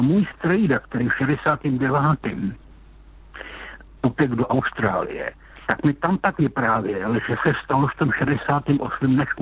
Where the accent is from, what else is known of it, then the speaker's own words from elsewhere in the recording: Lysá nad Labem, Central Bohemian Region, Czechia; Já jsem z Lise nad Labem. A kdo ví, tak kousek od Lise nad Labem je s tou Milovice.